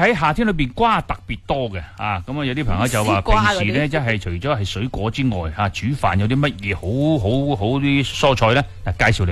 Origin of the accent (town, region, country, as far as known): Guangdong, China